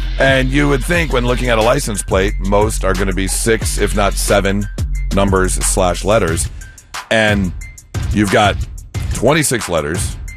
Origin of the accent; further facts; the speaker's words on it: Michigan, United States; now in Ohio, United States; growing up in Michigan